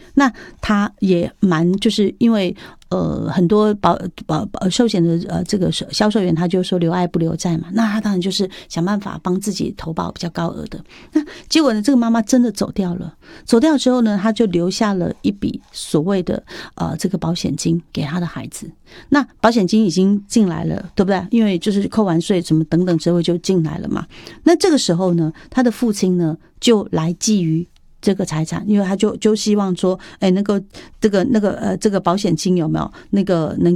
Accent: Taiwan; 我们台湾人

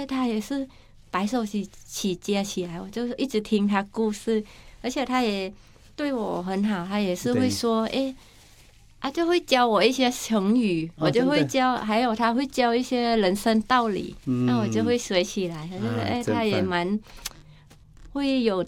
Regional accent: Thailand; moved away as an adult; now in Taiwan; 在泰国那时候也是，因为我家没有那么多钱，所以我从小就比较辛苦

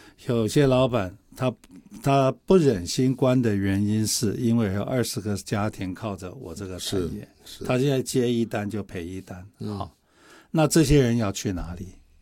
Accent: Taiwan

